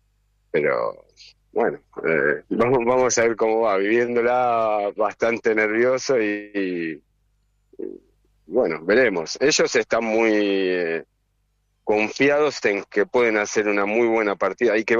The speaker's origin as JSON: {"language": "Spanish", "country": "Argentina", "said": "es lo que nos gusta a nosotros los argentinos"}